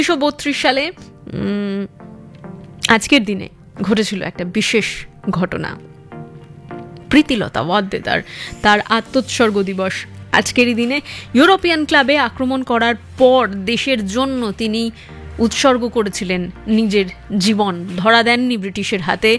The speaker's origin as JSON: {"language": "Bangla", "country": "India"}